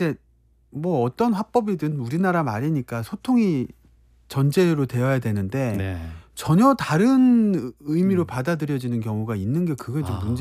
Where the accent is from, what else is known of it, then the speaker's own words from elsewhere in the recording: Chungcheong, South Korea; now in Seoul, South Korea; 저 루미 씨, 내가 안변도에서 태어난 충청도 사나이잖아요.